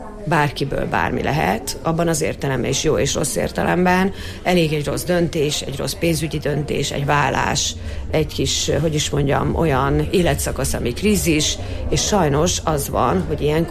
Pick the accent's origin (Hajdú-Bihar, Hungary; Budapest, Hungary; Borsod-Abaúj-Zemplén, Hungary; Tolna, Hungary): Borsod-Abaúj-Zemplén, Hungary; Miskolc; moved away; én két laki életet élek, úgyhogy hétvégente is szoktam itt lenni, hiszen ez a szülővárosom.